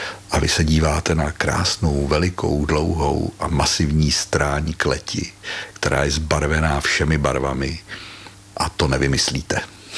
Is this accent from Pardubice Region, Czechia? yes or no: no; South Bohemian Region, Czechia; moved away; kde se cítím být Jihočechem a trávím tady na jihu Čech i Silvestry a často víkendy